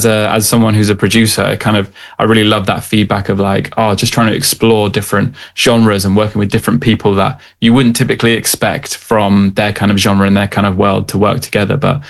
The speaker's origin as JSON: {"language": "English", "area": "Devon", "region": "South West England", "country": "United Kingdom", "moved": "yes", "said": "originally I was from Devon"}